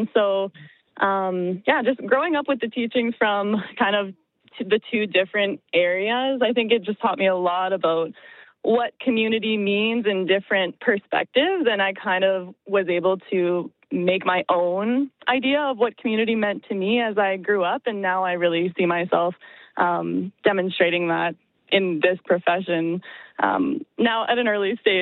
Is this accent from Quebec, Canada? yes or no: no; Winnipeg, Manitoba, Canada; I'm from North Winnipeg. I would never claim to be from the North End. I grew up in Meadows West.